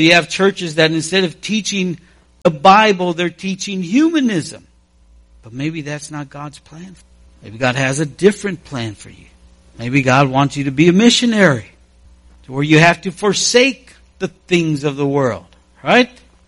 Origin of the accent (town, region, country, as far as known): United States